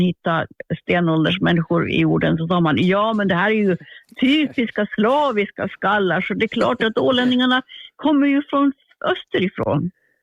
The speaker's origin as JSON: {"language": "Swedish", "town": "Sund", "region": "Åland", "country": "Finland", "said": "Jag kommer från Sund och jag bor i en by som heter Tranvik"}